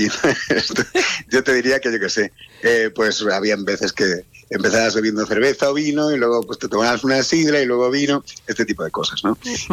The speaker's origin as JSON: {"language": "Spanish", "country": "Venezuela", "tie": "born or raised there", "said": "mi madre es de ascendencia italiana, mi padre de ascendencia gallega, me crié en la infancia en Venezuela"}